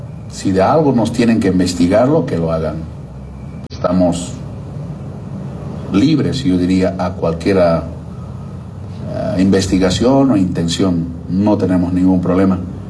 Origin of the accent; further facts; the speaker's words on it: Quechua area, Bolivia; Yo soy campesino, yo soy indígena, yo soy quechua.